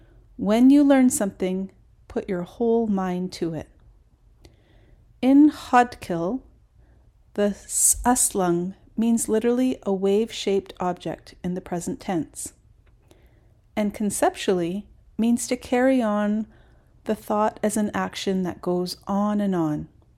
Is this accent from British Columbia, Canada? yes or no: yes; Prince Rupert, British Columbia, Canada; I did learn many Haida songs when I was growing up in Prince Rupert as a member of the Kui Unglis Haida dance group